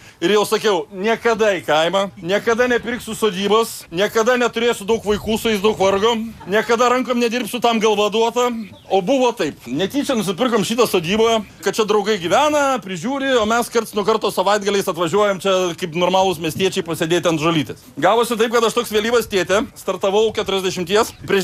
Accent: Panevėžys, Panevėžys County, Lithuania; also born or lived in Kaunas; now in Vilnius, Lithuania; Aš esu panevėžietis, studijavęs Kaune, gyvenau Vilniuje savo ramiai bute, 40 metų su centraliniu šildymu

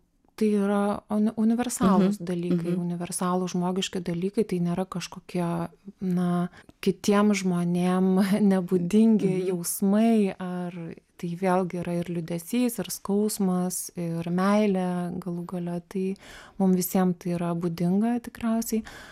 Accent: Kaunas, Kaunas County, Lithuania; Labai pasikeitė, nes aš užaugau Kaune ir tiesiog kiek aš mokiausi ir studijavau Kaune

